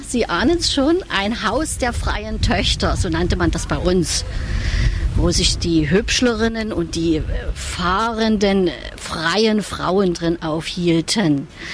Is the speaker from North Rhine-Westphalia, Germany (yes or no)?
no; Meißen, Saxony, Germany; Ich freue mich, dass wir bei diesem fast strahlend blauen Himmel meiner Heimatstadt jetzt kennenlernen werden. Ich bin hier geboren und ich lebe sehr gerne hier.